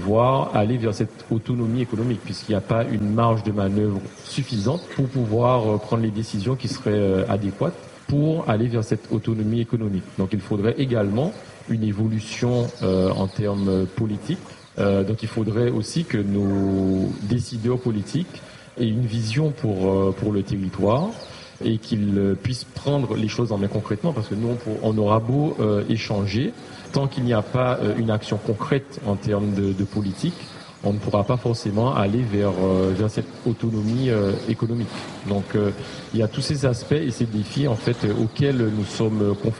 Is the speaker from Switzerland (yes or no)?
no; Guadeloupe; en tant que Guadeloupéen